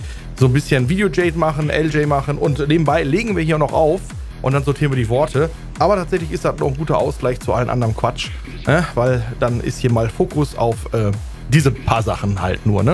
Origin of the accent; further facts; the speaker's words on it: Castrop, North Rhine-Westphalia, Germany; Ja, schöne Grüße an den Jens in meine alte Heimat, Castrop.